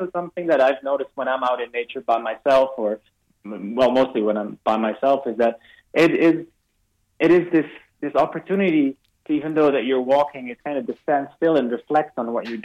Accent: Netherlands; Yes. I'm from the Netherlands.

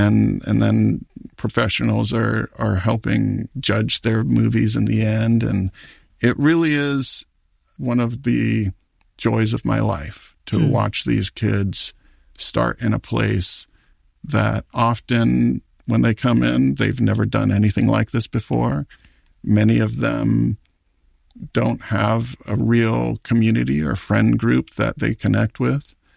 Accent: Hawaii, United States; when I was growing up on Maui and I had this passion for filmmaking, I didn't know anybody who did it.

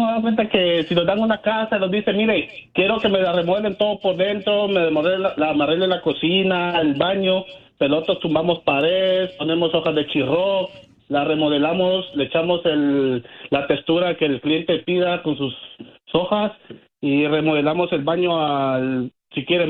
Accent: Guatemala; now in United States

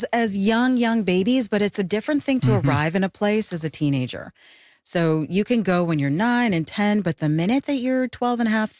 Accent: Jamaica; where I grew up in Jamaica, it's very rural, and it has not changed.

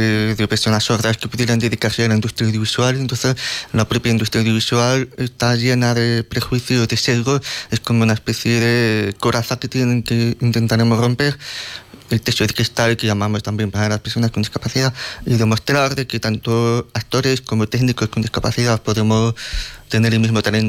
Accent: Madrid, Community of Madrid, Spain; born there; porque soy cuerpo madrileño, porque los papeles dicen que yo nací en Madrid

